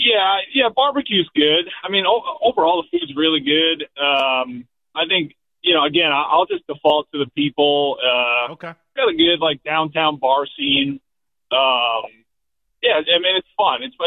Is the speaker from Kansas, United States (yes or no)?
no; New York, United States; moved away; It took me a while to get used to living here because people are so nice. And growing up in New York, you know how it is.